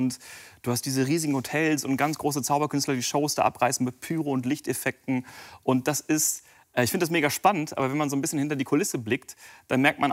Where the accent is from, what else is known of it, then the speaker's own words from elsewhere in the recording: Japan; ich bin Japaner